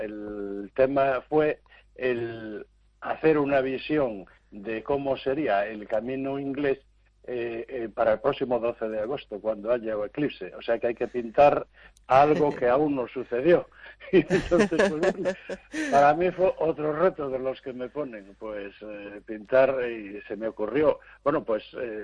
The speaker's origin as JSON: {"language": "Spanish", "region": "Galicia", "country": "Spain", "said": "Yo, como soy del sur, del Baixo Miño, pues siempre pongo el camino portugués"}